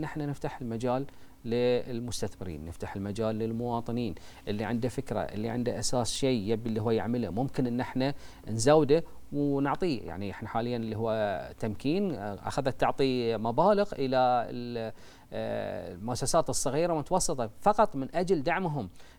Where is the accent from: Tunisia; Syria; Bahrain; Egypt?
Bahrain; عندنا في البحرين